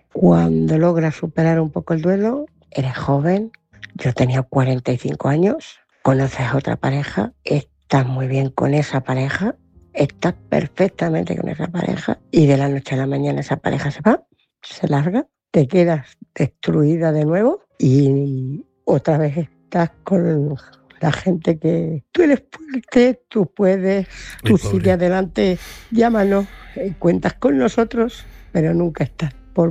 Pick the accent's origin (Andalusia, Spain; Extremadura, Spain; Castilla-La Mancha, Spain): Castilla-La Mancha, Spain; Ciudad Real; No sé si he dicho que … de Ciudad Real.